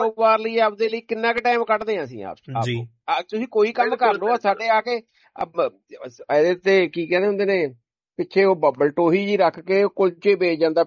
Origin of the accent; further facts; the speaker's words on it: Khanna, Punjab, India; ਸਾਡਾ ਪਿੰਡ ਹੁਣ ਖੰਨੇ ਦੇ ਵਿੱਚ ਆ ਚੱਲਿਆ, ਜ਼ਮੀਨ ਵੀ ਆਪਣੀ ਸੜਕ ਤੇ ਹੀ ਹੈ